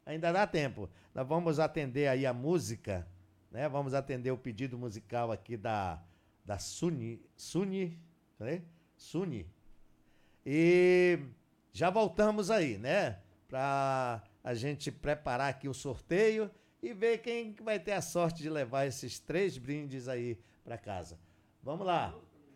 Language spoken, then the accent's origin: Portuguese; São Paulo de Olivença, Amazonas, Brazil; now in Tabatinga, Brazil; Somos de São Paulo de Olivença. Sou de São Paulo de Olivença. Mas estou em Tabatinga.